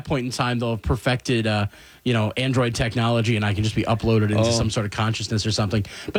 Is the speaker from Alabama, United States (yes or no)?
no; Wisconsin, United States; moved away; I was from Wisconsin